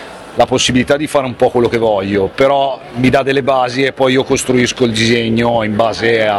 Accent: Milan, Lombardy, Italy

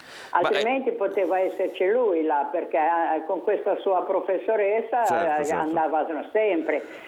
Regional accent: Genoa, Liguria, Italy; born there; io anche se sono nata qui a Genova, ma nei prati ci sono cresciuta.

